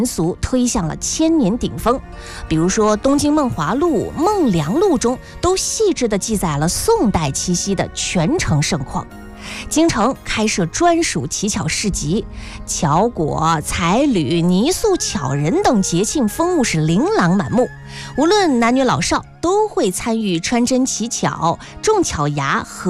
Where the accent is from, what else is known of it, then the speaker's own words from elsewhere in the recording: China; 我们中国人